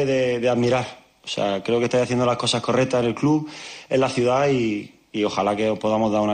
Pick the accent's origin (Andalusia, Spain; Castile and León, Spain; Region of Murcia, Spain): Region of Murcia, Spain; Murcia; Yo soy de Murcia